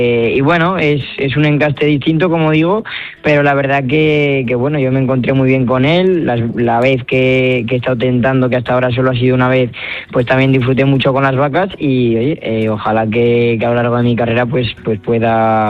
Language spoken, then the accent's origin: Spanish; Zaragoza, Aragon, Spain; Y Zaragoza, pues que también es muy importante porque